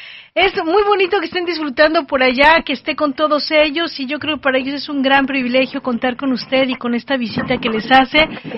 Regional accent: Mexico City, Mexico; moved away; la Ciudad de México, mi pueblito

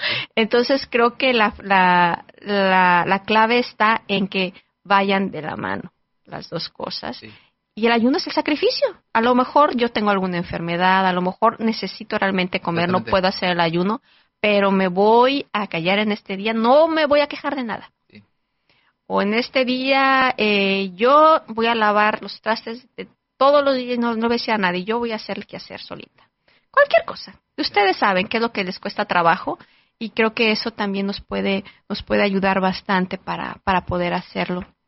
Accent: Mexico; born there; moved away

